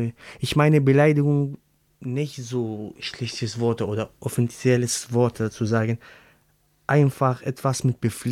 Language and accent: German; Syria; German is a second language; moved away as an adult; now in Germany; Ich war 18 Jahre. Mhm. Und ich habe mein Heimatland gelassen wegen Würde. Ich möchte nicht als Sklave behandelt. Ich oder die anderen Syrer, andere Menschen, die aus Syrien gekommen sind, einfach Mensch.